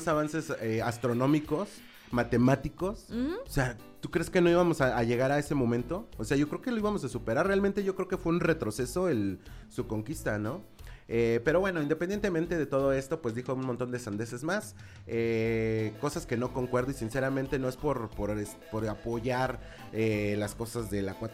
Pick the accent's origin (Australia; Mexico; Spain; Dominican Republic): Mexico; nosotros como mexicanos